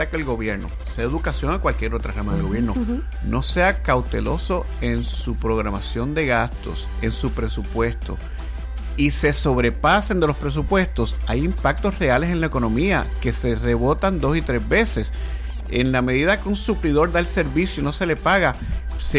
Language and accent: Spanish; Puerto Rico; Como puertorriqueño, yo digo, no me gusta que me impongan las cosas.